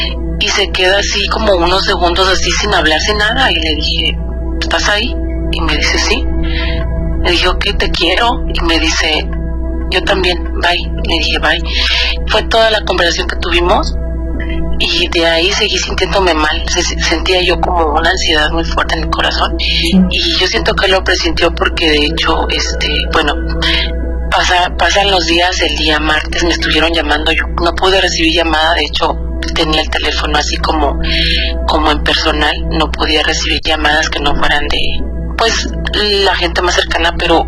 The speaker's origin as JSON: {"language": "Spanish", "region": "Guerrero", "country": "Mexico", "lives_now": "California, United States", "said": "Estoy en California, pero soy de Guerrero."}